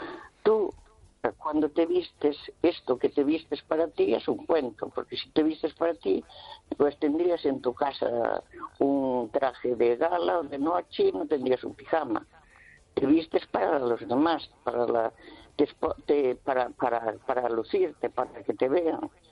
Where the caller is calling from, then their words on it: Santiago de Compostela, Galicia, Spain; de Santiago.